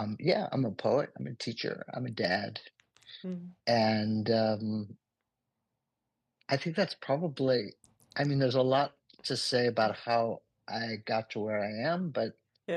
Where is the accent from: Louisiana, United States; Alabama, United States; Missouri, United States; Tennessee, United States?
Missouri, United States; Creve Coeur; now in New York, United States; I'm from St. Louis, Missouri, and Preve Coeur, more specifically, which is going to come up, from a lower middle class Jewish suburban family.